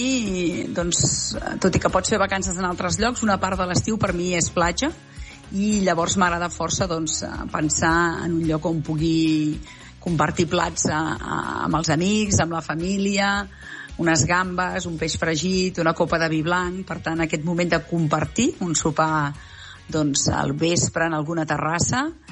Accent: Berga, Catalonia, Spain; now in Sant Cugat del Vallès, Spain; Jo sóc de Berga i, per tant, el mar no es veu, i on visc a Sant Cugat tampoc es veu el mar.

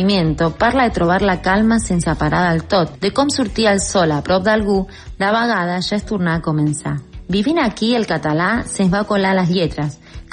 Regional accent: Buenos Aires, Argentina; Catalan is a second language; now in Barcelona, Spain; Som de Buenos Aires, però vivim a Barcelona

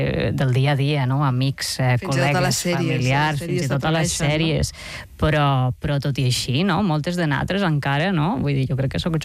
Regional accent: Lleida, Catalonia, Spain; jo sóc de Lleida, que és una ciutat que ja sé que queda molt lluny.

